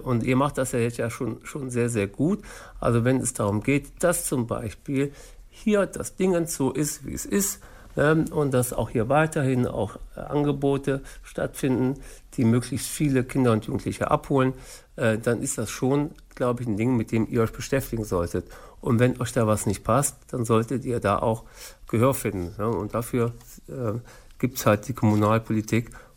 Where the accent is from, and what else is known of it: Grefrath, North Rhine-Westphalia, Germany; born or raised there